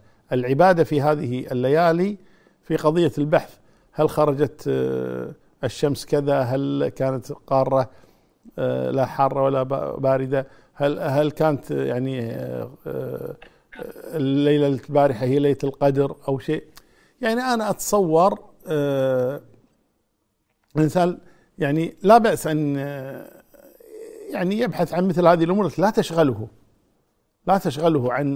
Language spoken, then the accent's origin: Arabic; Kuwait; الحمد لله عندنا في الكويت يعني الوزارة يعني مهيئة لهذا